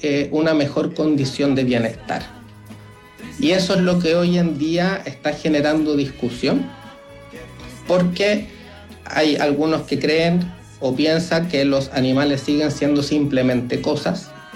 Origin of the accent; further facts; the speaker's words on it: Chile; nuestra organización como comunidad chilena